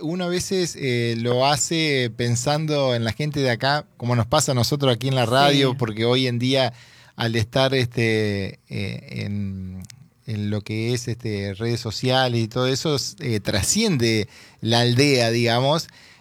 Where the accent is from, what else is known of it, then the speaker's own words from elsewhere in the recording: Viale, Entre Ríos, Argentina; desde un pueblo chico, porque yo soy de Viales